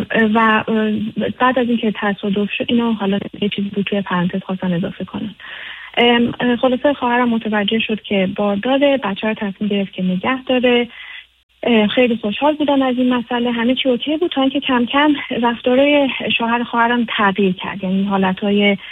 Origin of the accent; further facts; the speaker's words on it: Iran; یعنی ما خانواده ها از 2 شهر متفاوت از ایران هستیم، 2 فرهنگ متفاوت، 2 زبان متفاوت هستیم